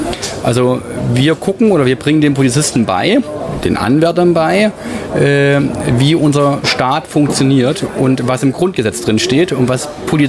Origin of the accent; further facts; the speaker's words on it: Hesse, Germany; Als Hesse kennt man kein Frankfurt an der Oder, ne?